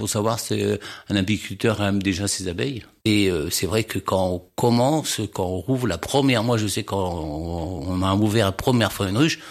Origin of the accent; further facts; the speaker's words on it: Chartres, Centre-Val de Loire, France; Oui, je suis originaire de Chartres, je suis né à Rechèvre comme on dit.